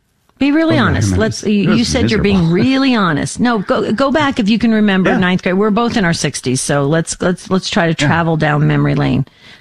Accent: New Jersey, United States; My neighbors were all Jewish where I grew up in New Jersey.

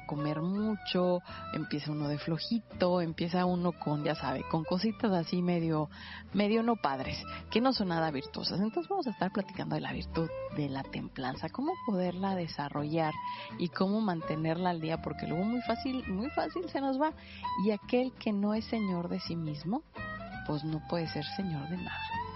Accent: Mexico; yo soy mexicana

